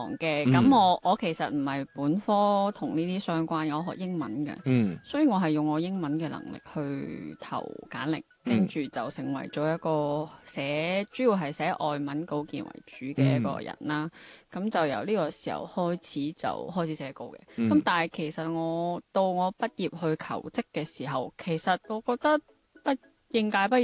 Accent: Guangzhou, Guangdong, China; moved away as an adult; 我係廣州人。

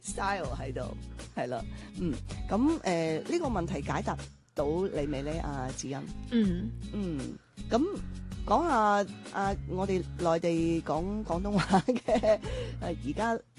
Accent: Guangdong, China; 我就作為廣東人，我自己講普通話都覺得係有呢個廣東口音嘅，係啊，其實都一樣，因為我哋講粵語區嘅

